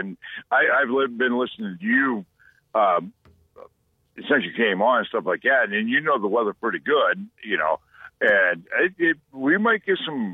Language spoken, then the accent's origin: English; Ohio, United States; I'm a child from the 70s, and I grew up in Stark County.